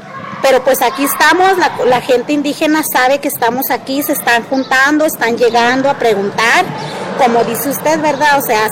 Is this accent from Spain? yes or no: no; Tomochi, Chihuahua, Mexico; yo soy del municipio de Guerrero, soy de Tomochi. Tengo 22 años de servicio. Siempre he estado en la sierra.